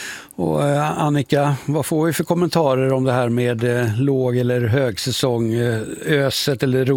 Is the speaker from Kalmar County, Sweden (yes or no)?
yes; Öland, Kalmar County, Sweden; accent: Öland dialect; moved away; also born or lived in Stockholm; jag bodde i Stockholm i nästan 25 år och min öländska var nästan aldrig så markerad och uttalad som då